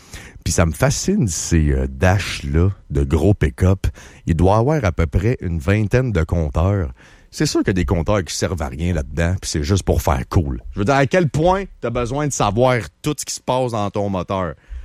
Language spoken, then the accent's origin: French; Quebec, Canada; Puis je vous aime, j'en fais partie. Je suis un Québécois, je fais partie du peuple.